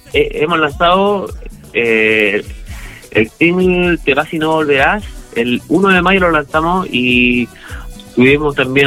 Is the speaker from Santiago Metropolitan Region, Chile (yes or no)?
no; Valparaíso, Chile; also born or lived in Viña del Mar; Somos directamente de Valparaíso y Viña del Mar.